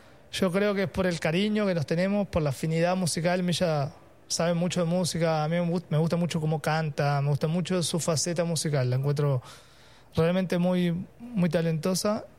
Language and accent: Spanish; Uruguay; now in Chile; Para mí como uruguayo también, ojalá ojalá se me en algún momento se me considere así como con todo ese cariño que … cultivó acá en Chile, sí, como un uruguayo haciendo música en este país.